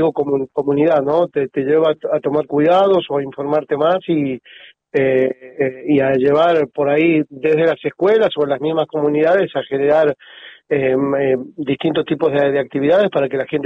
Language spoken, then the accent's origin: Spanish; La Rioja, Argentina; qué bueno que nos hayamos sumado como riojanos